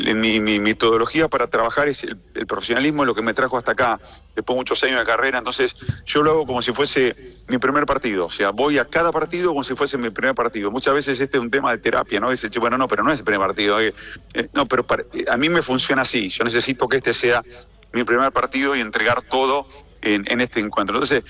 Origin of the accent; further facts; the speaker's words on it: Argentina; Qué maravillosos que somos los argentinos.